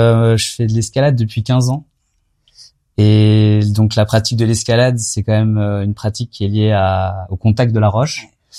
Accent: Rennes, Brittany, France; moved away as an adult; also born or lived in Amsterdam; now in Brussels, Belgium; Je me suis installé ici il y a presque 10 ans. Moi, j'ai grandi en Bretagne, pas au bord de la mer, mais à Rennes. J'ai fait mes études aux Beaux-Arts là-bas.

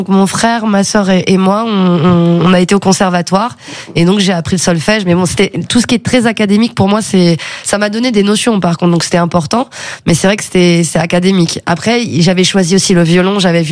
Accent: Nouvelle-Aquitaine, France; born there; also born or lived in Chambray-lès-Tours, Centre-Val de Loire; Je suis née à Chambray-les-Tours et on avait une maison à Maitrey que mon père avait construite avec ses mains. Et j'ai habité là jusqu'à mes 9 ans. Et ensuite, j'ai déménagé en région Aquitaine.

